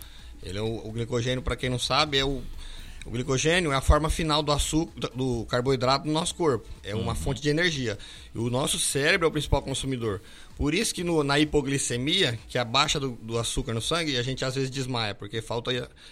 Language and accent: Portuguese; Cacoal, Rondônia, Brazil; also born or lived in Vilhena; Eu sou de Cacoal, nascido aqui em Cacoal, morei por alguns anos em Vilhena, mas eu sempre fui apaixonado por esse lugar.